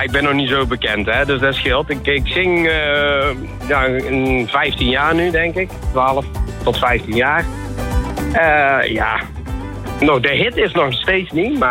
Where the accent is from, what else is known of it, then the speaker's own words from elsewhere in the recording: Reusel, North Brabant, Netherlands; ik woon nog niet zo ver vandaan. Dus ik kom uit Reuzel.